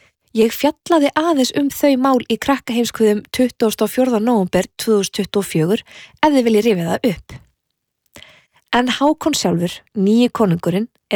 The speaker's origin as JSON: {"language": "Icelandic", "town": "Trondheim", "region": "Trøndelag", "country": "Norway", "tie": "born or raised there", "said": "Ég ætla auðvitað að fylgjast vel með signingunni sem fer fram í heimabænum mínum í Þrondheimi"}